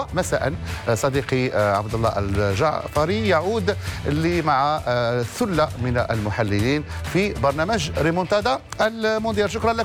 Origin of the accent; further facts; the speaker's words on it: Casablanca, Casablanca-Settat, Morocco; وهو ابن مدينة الدار البيضاء وأنا ابن مدينة الدار البيضاء، وكل المدن المغربية الكل مولوع بالكرة، الكل كيعشق الكرة في المغرب.